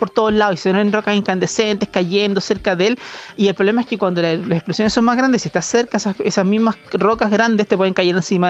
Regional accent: Chile; Yo no soy de Santiago. Ah, mi corazón regionalista está todo el tiempo.

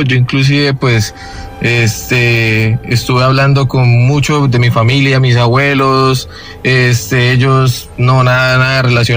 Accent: Cúcuta, Norte de Santander, Colombia; Yo soy de Cúcuta, norte de Santander.

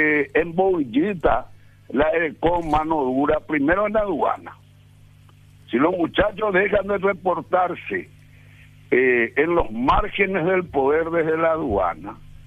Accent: Paraguay; Como colorado y como más como paraguayo, como colorado.

